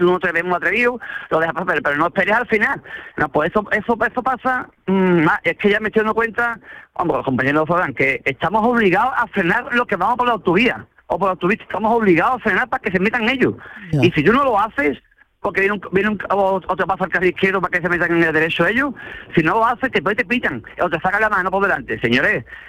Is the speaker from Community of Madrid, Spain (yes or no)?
no; Jerez de la Frontera, Andalusia, Spain; Yo soy de Jerez, claro.